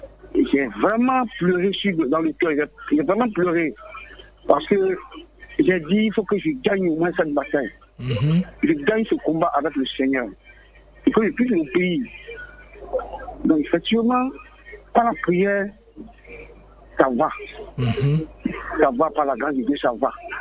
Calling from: Aboboté, Abidjan, Côte d’Ivoire; Ça va. Je suis appelé d'Aboboté.

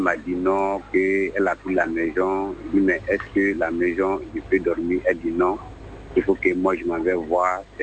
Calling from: Abidjan, Côte d’Ivoire; Actuellement, je suis à Abidjan.

